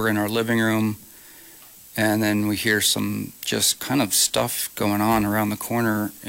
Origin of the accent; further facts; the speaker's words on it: Kodiak, Alaska, United States; moved away; I grew up here in Kodiak and moved back with my family about 7 years ago.